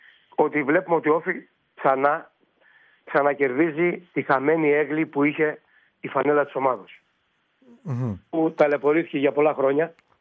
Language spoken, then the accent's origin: Greek; Garypa, Greece; Εμείς τι είχαμε? Μια μπάλα είχαμε. Εγώ στο χωριό μου, τη Γαρύπα. Μια μπάλα είχαμε σε όλο το χωριό.